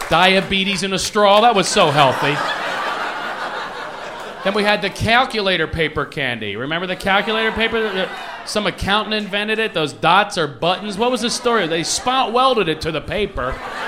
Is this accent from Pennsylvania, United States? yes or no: yes; Philadelphia, Pennsylvania, United States; born or raised there